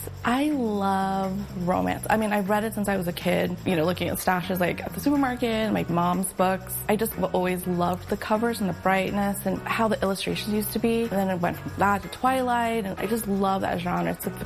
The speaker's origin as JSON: {"language": "English", "region": "California", "country": "United States", "tie": "born or raised there", "also_born_or_lived": "New York", "lives_now": "Philadelphia, United States", "said": "So I grew up in California. I lived in New York, but now Philly's home."}